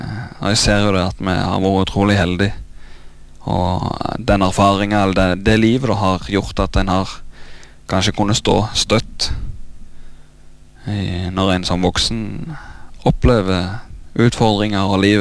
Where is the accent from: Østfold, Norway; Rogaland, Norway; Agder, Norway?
Rogaland, Norway; Veavågen; Født og oppvokst på Karmøy. Det er jeg. På Veavågen.